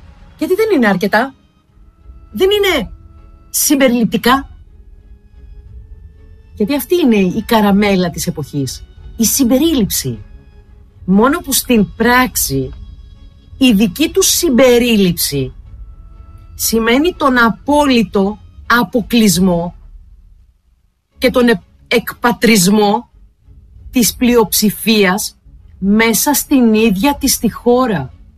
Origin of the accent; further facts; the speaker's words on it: Greece; born there; είμαι Ελληνίδα, πατριώτισα, που σέβεται την παράδοσή της, τα ήθη, τα έθιμα και τις αξίες της, που τιμά τη χώρα που τη γέννησε και το χριστιανισμό, και δεν είμαι μειονότητα στη χώρα μου